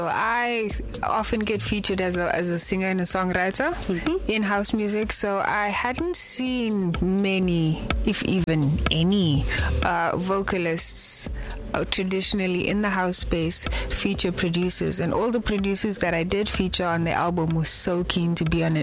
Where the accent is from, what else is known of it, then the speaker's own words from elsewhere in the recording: South Africa; as a woman of color, as a South African woman